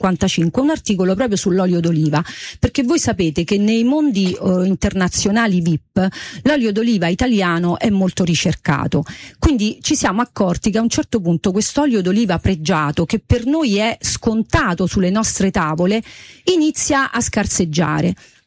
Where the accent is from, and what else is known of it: Lazio, Italy